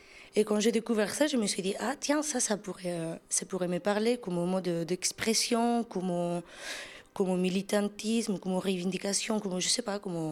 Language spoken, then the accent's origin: French; Seville, Andalusia, Spain; born there; French is a second language; moved away; also born or lived in Granada; Je suis née à Séville, toute ma famille est là-bas. Je fais mes études à Grenade.